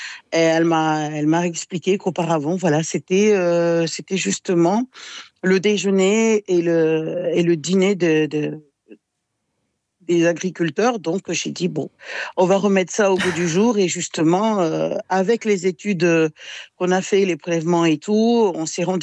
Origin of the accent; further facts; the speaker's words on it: Mayotte; je fais la production de riz, riz complet, de riz padi, on appelle ça chez nous à Mayotte.